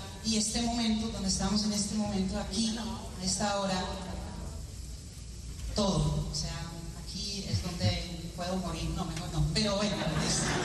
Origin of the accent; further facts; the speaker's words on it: Netherlands; yo soy holandesa 100%, pero con sangre latina, siempre digo.